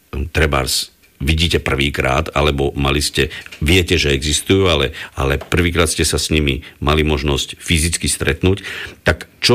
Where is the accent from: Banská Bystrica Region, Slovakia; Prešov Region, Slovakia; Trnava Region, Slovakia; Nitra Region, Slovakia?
Banská Bystrica Region, Slovakia; Divín; u nás v dedine, v Divíne